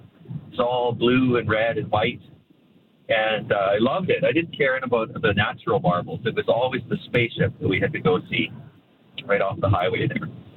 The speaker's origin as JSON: {"language": "English", "town": "Red Deer", "region": "Alberta", "country": "Canada", "tie": "born or raised there", "lives_now": "Sylvan Lake, Canada", "said": "I was a family growing up in Red Deer"}